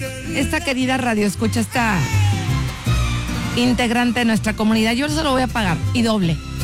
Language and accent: Spanish; Mexico; Sí, somos las mexicanas.